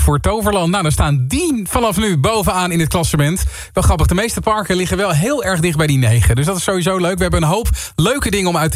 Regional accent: Netherlands; We zijn toch Nederlanders? We vinden sommige dingen ook wel eens vervelend.

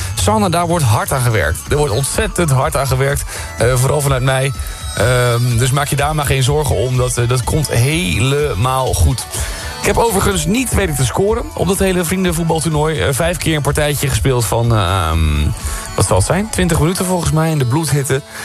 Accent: Zeeland, Netherlands; now in Utrecht, Netherlands; Een vriendenvoetbaltoernooi in Zeeland, in de gemeente echt waar ik vandaan kwam.

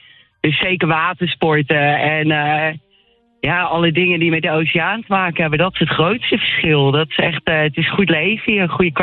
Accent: Netherlands; now in Perth, Australia; en als echte Hollander ben ik op de fiets onderweg naar werk.

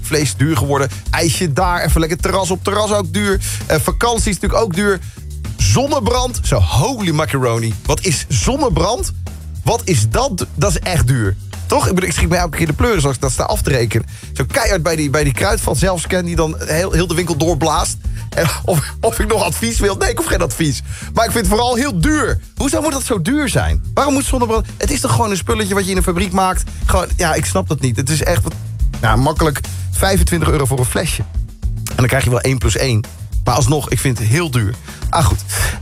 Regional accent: Netherlands

